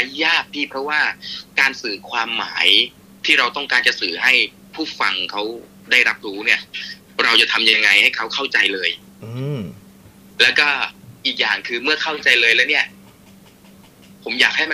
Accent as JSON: {"language": "Thai", "region": "Chumphon", "country": "Thailand", "said": "ผมเป็นคนชุมพรครับพี่"}